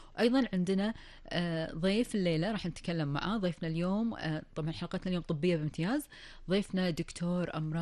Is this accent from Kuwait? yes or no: yes; Kuwait; اليوم أول فقرة من فقرات برنامج الإذاعة راح نتكلم عن أخبار الديرة وآخر المستجدات في ديرتنا الحبيبة الكويت